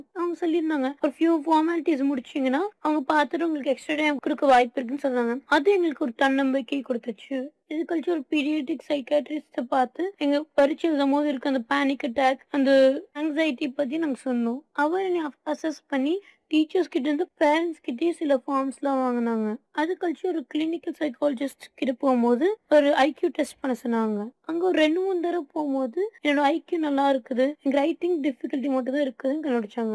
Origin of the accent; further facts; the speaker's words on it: Coimbatore, Tamil Nadu, India; எனக்கு வயசு 17. நம்ம கோயம்புத்தூர்ல தான் நான் பிறந்து வளர்ந்தேன். இங்கதான் நான் 8th கிளாஸ் வரைக்கும் படிச்சேன்.